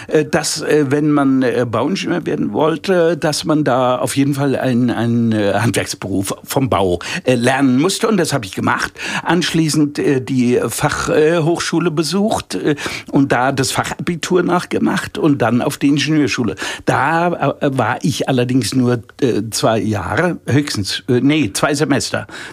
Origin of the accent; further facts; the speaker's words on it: Seeheim-Jugenheim, Hesse, Germany; Ich bin ein echter Hesse, bin ein Hessebub. Ich bin an der Bergstraße geboren in Jugenheim.